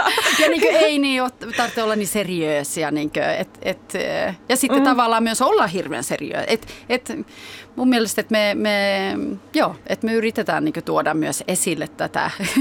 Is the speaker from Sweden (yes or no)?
yes; Hallstahammar, Västmanland, Sweden; Ja mä oon Hallstahammerista kotoisin ja todella semmoinen Suomi-seuran kasvatti, että Suomi-seuran kautta on tehnyt kaikkea teatterista, yleisurheiluun ja poliittisesti nuorisojaostossa.